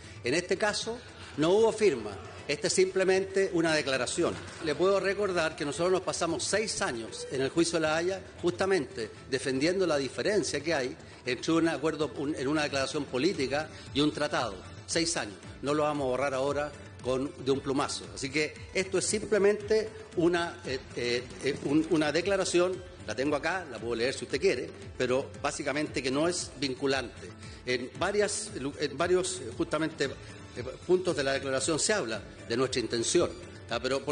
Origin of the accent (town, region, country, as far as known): Chile